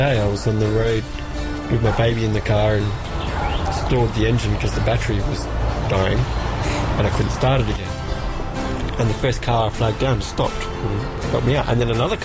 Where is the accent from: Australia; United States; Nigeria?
Australia; Alice Springs, Northern Territory; I've been in the territory for about 16 years. I was also born here as well, so I lived here when the first 8 years of my life as well.